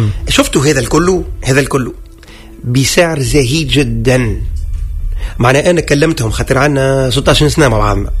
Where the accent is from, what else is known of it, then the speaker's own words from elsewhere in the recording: Tunisia; وانا دونك من تونس